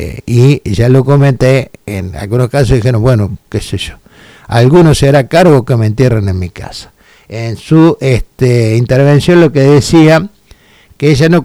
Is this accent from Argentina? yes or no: yes; Argentina; somos argentinos